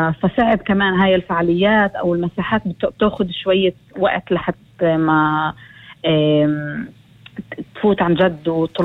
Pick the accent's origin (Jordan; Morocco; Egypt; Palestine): Palestine; وكمان بسبب إنه إحنا كمجتمع فلسطيني مرق بحروبات وبعدنا عم نمرق